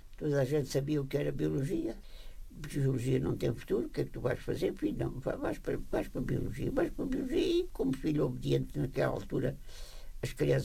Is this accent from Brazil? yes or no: no; Évora, Alentejo, Portugal; E deslumbrei com a capital, que venho de Évora, uma cidade de província. Estou na capital sozinho